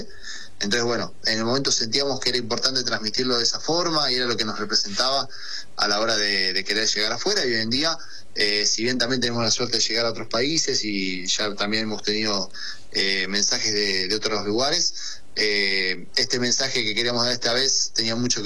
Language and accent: Spanish; Argentina; nuestra realidad como argentinos